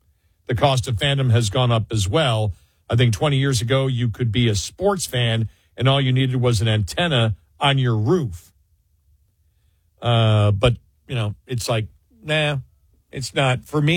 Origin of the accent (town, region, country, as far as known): Buffalo, New York, United States; born or raised there